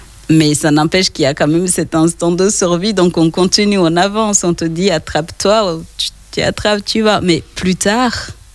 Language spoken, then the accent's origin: French; Rwanda; moved away; also born or lived in Benin; Oui, en tant que Rwandaise, on a une difficulté entre le R et le L.